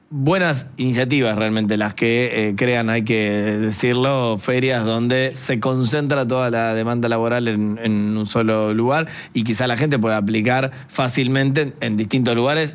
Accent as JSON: {"language": "Spanish", "country": "Argentina", "said": "lo intensos que somos los argentinos"}